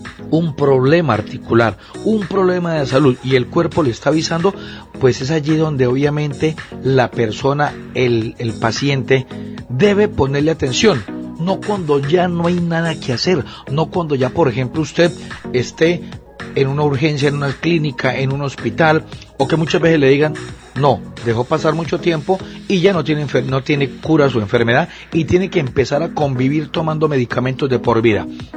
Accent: Colombia; No más adelante, porque como buen colombiano a veces dejamos todo para lo último.

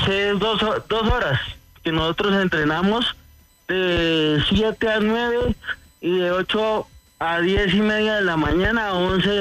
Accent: Tunja, Boyacá, Colombia; yo soy oriundo de Tunja, tengo 39 años de edad

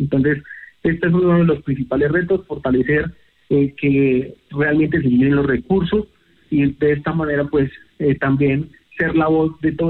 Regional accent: Ramiriquí, Boyacá, Colombia; luego estuve en mi tierra, en Ramiriquí, donde soy oriundo

